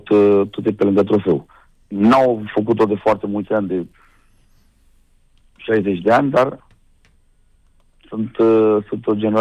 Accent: Romania; ca români

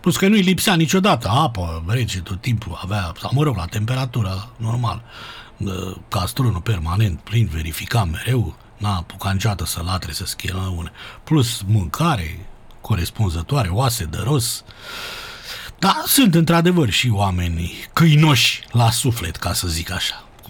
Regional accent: Găiești, Dâmbovița, Romania; born there; moved away as an adult; also born or lived in Târgoviște; now in Bucharest, Romania; M-am născut eu, m-am venit de la Târgoviște, la Găiești

